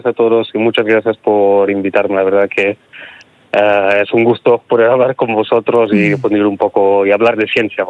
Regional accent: Italy; Spanish is a second language; now in Valladolid, Spain; Sí, sí, soy italiano, pero me mudé en España hace más de 15 años. Entonces, realicé el doctorado en Bilbao.

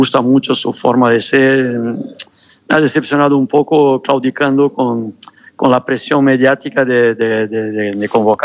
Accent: Brazil; Spanish is a second language; moved away as an adult; now in Spain; Yo soy brasileño al 100% en el aspecto deporte y con un equipo.

